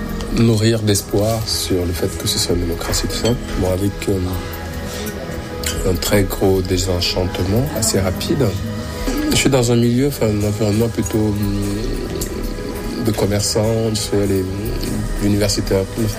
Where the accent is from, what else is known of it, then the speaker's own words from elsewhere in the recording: West, Cameroon; moi je suis camerounais, je suis bamélique, je suis de l'Ouest.